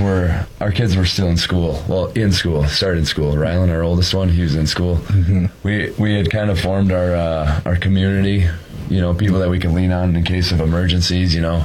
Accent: Minnesota, United States; also born or lived in La Crosse, Wisconsin, United States; Well, yeah, I was raised in Minnesota, but because our hometown did not have a hospital, so it does say that I like on my profile.

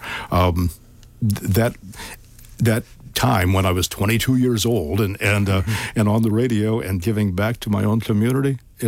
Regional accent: Maumee, Ohio, United States; growing up in Maumee and graduating from Maumee High School

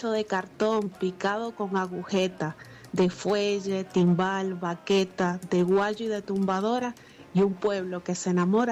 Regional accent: Cuba; moved away; muy reconocida en Cuba y es de mi pueblo.

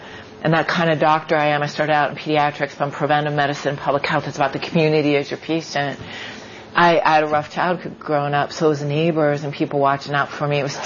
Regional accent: Youngstown, Ohio, United States; I am an Ohio girl through and through. I grew up in Youngstown, Ohio, and my grandfather came here, like a lot of folks from Europe, to escape persecution, ended up in Youngstown in the steel mills.

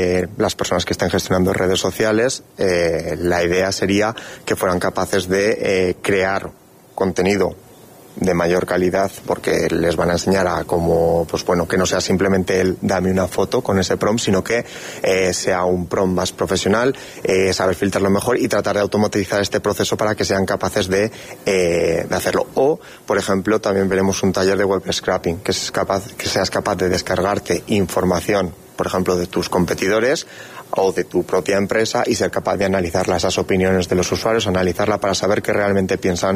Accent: Calatayud, Aragon, Spain; Yo soy de aquí, de Calatayud

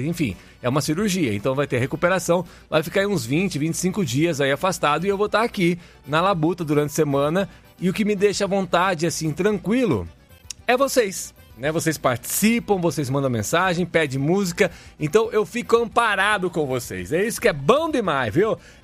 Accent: Araras, São Paulo, Brazil; moved away; Depois de Araras ali, minha terra natal. Araras, né?

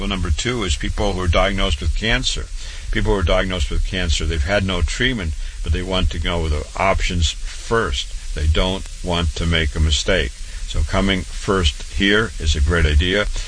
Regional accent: Waterloo, Iowa, United States; born or raised there

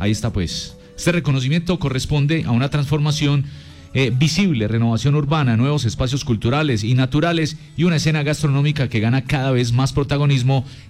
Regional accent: Barranquilla, Atlántico, Colombia; Ah, no, yo soy de Barranquilla.

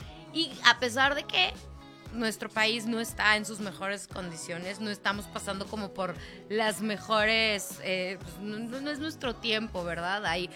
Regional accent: Mexico; Y creo que hoy, por primera vez, después de, ¿qué quieren?, 10 años, estamos nuevamente juntos como mexicanos.

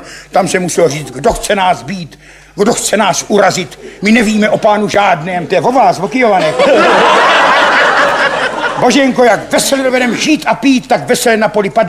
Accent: Ivančice, South Moravian Region, Czechia; to na tom nic nemění, jsem z Ivančic, ale nepiju.

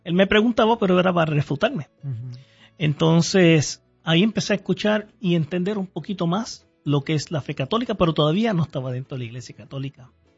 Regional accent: Puerto Rico; now in United States; En el 1998 salí de Puerto Rico a los Estados Unidos. Y mi hermana vivía en el estado de Minnesota, un par de horas de aquí.

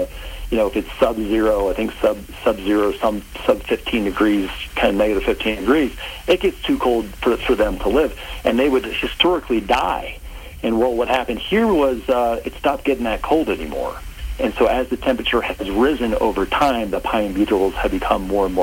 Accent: Texas, United States; also born or lived in Oklahoma; I was born in Oklahoma and I grew up in Texas.

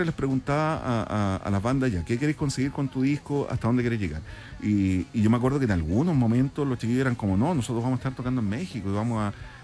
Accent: Chile

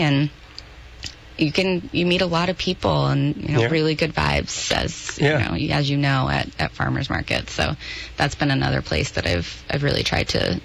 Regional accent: Quechee, Vermont, United States; I grew up in Queechy, Vermont. I went to Hartford High School.

